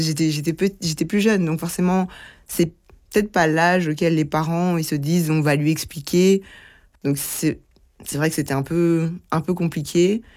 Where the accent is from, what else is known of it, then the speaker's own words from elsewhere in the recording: Brussels, Brussels-Capital Region, Belgium; also born or lived in Kinshasa, DR Congo; j'ai grandi à Bruxelles finalement, la majorité de ma scolarité, toute ma scolarité au final je l'ai fait à Bruxelles, l'université aussi. Donc voilà, j'ajoute aussi l'identité bruxelloise forcément à tout ça.